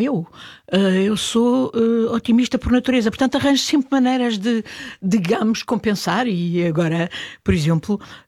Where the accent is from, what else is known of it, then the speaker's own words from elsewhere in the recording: Portugal; nós temos qualidades como portugueses e que temos um país lindíssimo